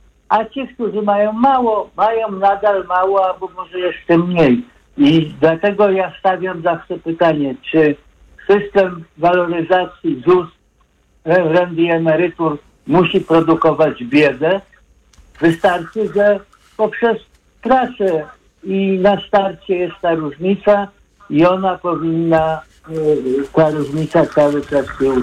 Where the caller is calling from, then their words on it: Katowice, Silesian Voivodeship, Poland; Ponieważ jestem z Katowic